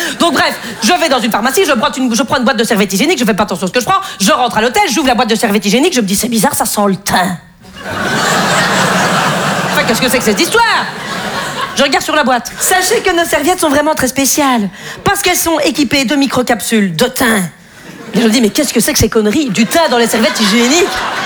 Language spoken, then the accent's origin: French; Belgium; je suis belge